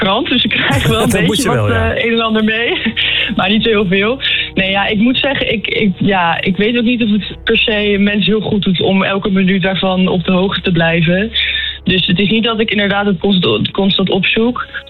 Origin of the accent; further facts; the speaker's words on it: Utrecht, Netherlands; Ik ben een student uit Utrecht.